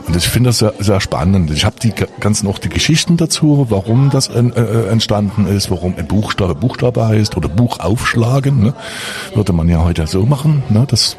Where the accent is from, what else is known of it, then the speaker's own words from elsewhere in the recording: Scotland, United Kingdom; Aber die Grundgeschichte ist im Prinzip das schottisch. Deswegen als Schotte finde ich immer interessant, dass man mir die Frage immer stellt.